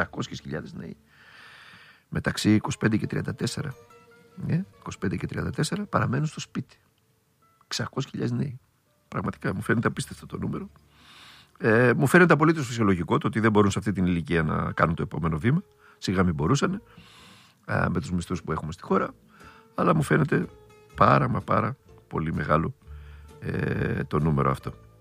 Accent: Greece; εμείς ως Έλληνες πολίτες

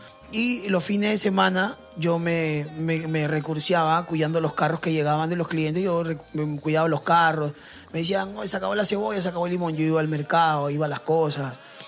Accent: Callao, Peru; yo soy del Callao, 100% Chimpún Callao.

